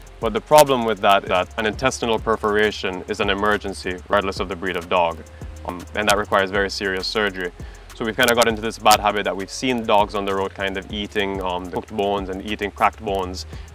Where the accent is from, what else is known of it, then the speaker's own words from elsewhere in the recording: Jamaica; As Jamaican pet owners, we kind of have fallen into some bad habits that are kind of culturally accepted.